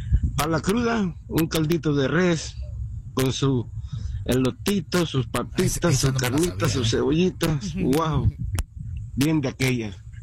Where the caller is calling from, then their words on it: Las Vegas, Nevada, United States; Las Vegas